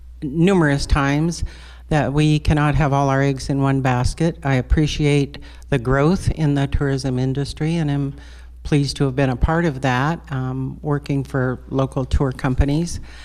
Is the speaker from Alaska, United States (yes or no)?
yes; Haines, Alaska, United States; also born or lived in Skagway; Haines has always been my home. I was born in Skagway and was back in Haines the next day. And I plan for Haines to always be my home.